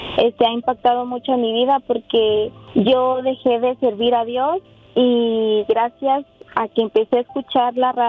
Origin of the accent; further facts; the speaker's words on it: Guatemala; now in Santa Fe, United States; soy de Guatemala y estoy escuchando la radio desde Santa Fe, Nuevo México.